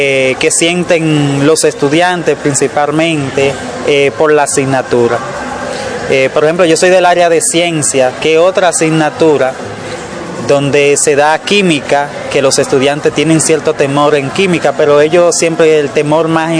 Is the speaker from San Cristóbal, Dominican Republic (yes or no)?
yes; Yaguate, San Cristóbal, Dominican Republic; Venimos de la comunidad de Semana Santa del municipio de Yaguate, provincia San Cristóbal.